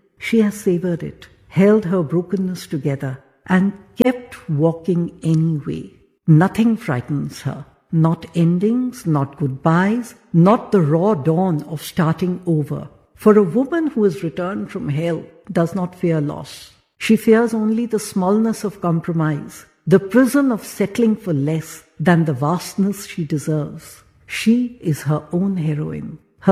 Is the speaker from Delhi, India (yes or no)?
yes; Delhi, India; I was born and brought up in Delhi.